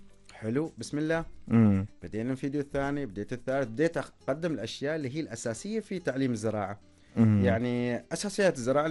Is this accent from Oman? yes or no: yes; Oman; عندنا في عمان